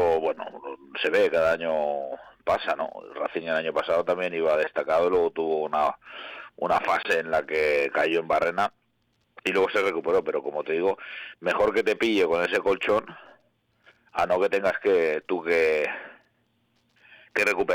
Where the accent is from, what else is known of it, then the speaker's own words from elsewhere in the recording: Balearic Islands, Spain; es un orgullo ser mallorquín